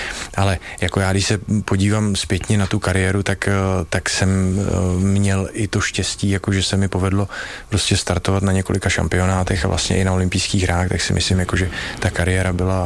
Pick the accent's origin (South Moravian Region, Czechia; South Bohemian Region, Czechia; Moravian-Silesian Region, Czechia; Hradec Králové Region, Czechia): South Bohemian Region, Czechia; České Budějovice; jsem samozřejmě neuměl řeč, já jsem se neučil anglicky, já jsem se učil německy odmala, protože jsem vyrůstal v Českých Budějovicích a to bylo blíž k tomu Rakousku a takže jsme se učili skoro všichni německy a anglicky jsem se naučil potom nějak jako samouk a trošku na střední škole